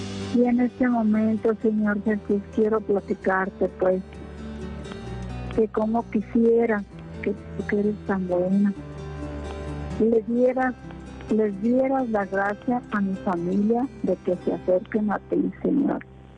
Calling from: Zapopan, Jalisco, Mexico; Buenas tardes, de aquí de San Isidro, Zapopan.

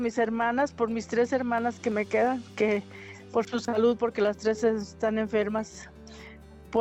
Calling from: Zapopan, Jalisco, Mexico; de Zapopan.

